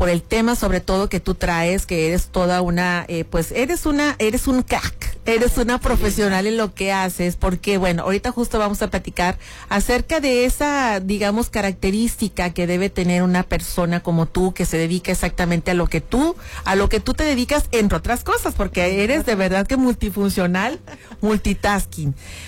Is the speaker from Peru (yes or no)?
no; Colima, Mexico; now in Piedras Negras, Mexico; Yo la segunda vez que vivo aquí, fíjate, la primera dije, bueno, nunca más me voy para allá, mi terruño, para allá, para Colima. Pues, ¿qué crees? Que al año y medio, 2 años, ahí vengo de regreso